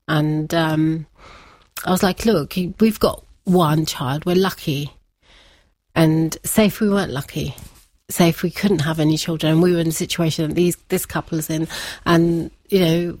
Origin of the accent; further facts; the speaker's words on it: Goa, India; because I'm actually originally from Goa.